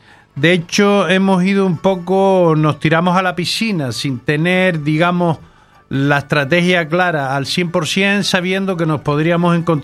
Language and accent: Spanish; Canary Islands, Spain; Y somos gente que somos de Galdar, de Las Palmas, de Telde, de Valsequillo, de Aruca